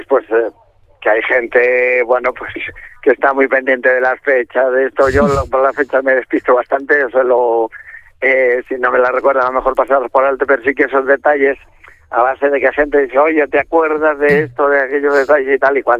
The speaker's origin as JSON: {"language": "Spanish", "town": "Ponteareas", "region": "Galicia", "country": "Spain", "tie": "born there"}